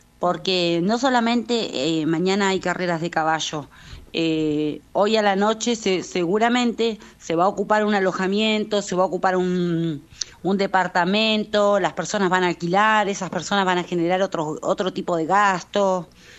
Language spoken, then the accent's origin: Spanish; José de San Martín, Chubut, Argentina; moved away as an adult; now in Puerto Pirámides, Argentina; yo soy de José de San Martín. Vine a Pirámides por cuestiones de la vida, armé mi familia, me tocó venir acá.